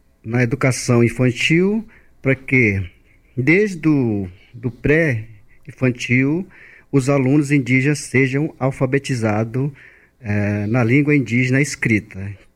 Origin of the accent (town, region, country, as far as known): Maranhão, Brazil; first language Guajajara; Portuguese is a second language